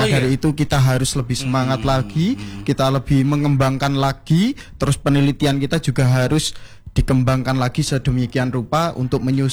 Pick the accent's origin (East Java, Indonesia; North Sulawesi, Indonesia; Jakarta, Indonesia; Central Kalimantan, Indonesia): East Java, Indonesia; Banyuwangi; moved away as an adult; now in Malang, Indonesia; Asal saya sebenarnya itu dari Banyuwangi.